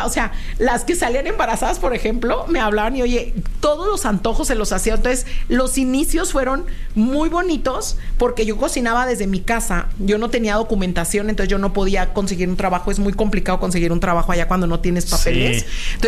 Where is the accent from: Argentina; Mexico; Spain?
Mexico; Guadalajara, Jalisco; O sea, yo soy de Guadalajara y me acuerdo mucho la primera vez que hice tortas ahogadas.